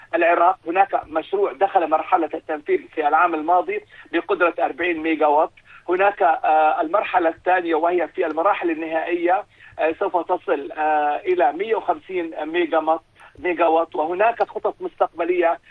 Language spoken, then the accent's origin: Arabic; Jordan; نحن في الأردن